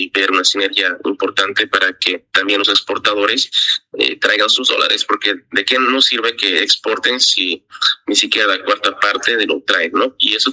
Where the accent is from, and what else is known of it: Bolivia